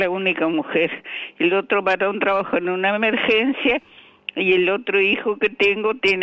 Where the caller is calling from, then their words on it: Concordia, Entre Ríos, Argentina; Está hablando con … de Concordia Entre Ríos.